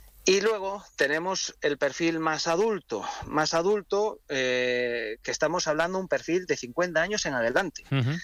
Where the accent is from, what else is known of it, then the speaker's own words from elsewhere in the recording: Galicia, Spain; yo soy de Galicia y estamos teniendo temperaturas en Galicia que son, una barbaridad en comparación con la fecha y con otros años.